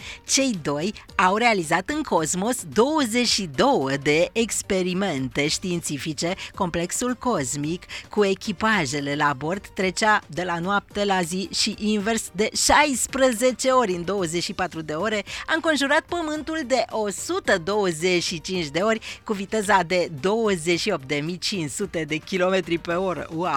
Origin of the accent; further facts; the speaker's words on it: Romania; ne-a făcut să fim atât de mândri că suntem români și că Prunariu este brașovean de-al nostru.